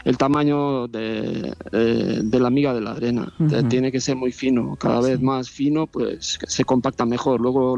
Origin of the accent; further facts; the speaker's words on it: Azpeitia, Basque Country, Spain; yo como soy del País Vasco, de Gipuzkoa, sí. Azpeitia, pues yo conozco bastante las playas de alrededor